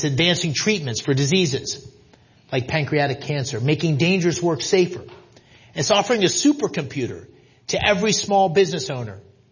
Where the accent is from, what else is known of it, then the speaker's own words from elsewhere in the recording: Bloomsburg, Pennsylvania, United States; I grew up in Bloomsburg, Pennsylvania, where the McGee Carpet Mill employed 2,000 people.